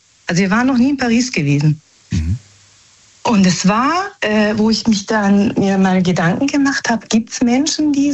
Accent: Germany; born there; also wir sind eigentlich Italiener, ja, in Deutschland geboren. Also italienische Familie und wir haben eigentlich nichts am Hut mit Frankreich.

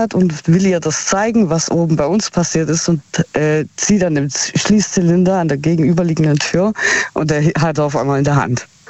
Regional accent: Heilbronn, Baden-Württemberg, Germany; Aus Heilbronn.

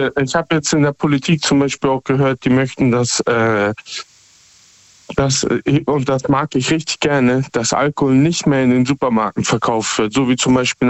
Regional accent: Hamburg, Germany; Ich komme aus Hamburg.

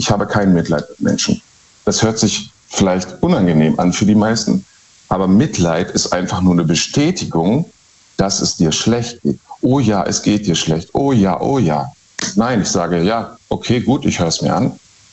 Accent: Baden-Württemberg, Germany; Ich bin aus dem Schwarzwald.

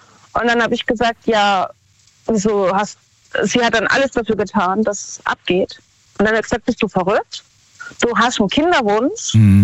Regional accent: Baden-Württemberg, Germany; Von Baden-Württemberg. Nähe Karlsruhe.

